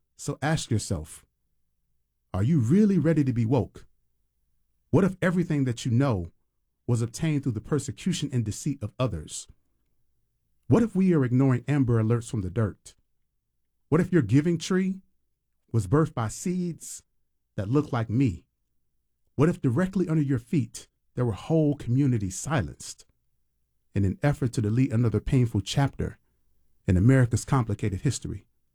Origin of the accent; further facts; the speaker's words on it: Tampa, Florida, United States; for those of us who grew up here